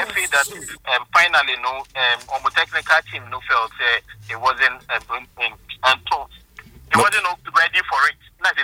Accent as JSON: {"language": "English", "country": "Ghana", "said": "But as a Ghanaian, no, I feel say, as far as possible, near the course."}